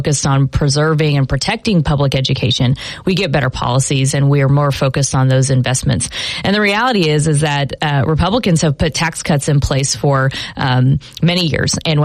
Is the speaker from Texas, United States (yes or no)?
no; Lawton, Oklahoma, United States; also born or lived in Lincoln, Nebraska; I'm originally from southwestern Oklahoma. I was raised in Lawton. My dad served 22 years in the United States Army, and so he was stationed at Fort Sill when I was 4 years old. Went to Lawton Public Schools, first in my family to graduate from college.